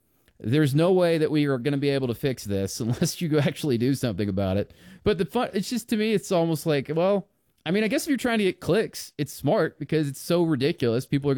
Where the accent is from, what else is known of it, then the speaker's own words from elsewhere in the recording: United States; I will always do that as an American